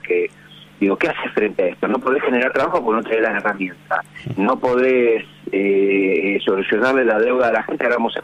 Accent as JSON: {"language": "Spanish", "region": "Buenos Aires Province", "country": "Argentina"}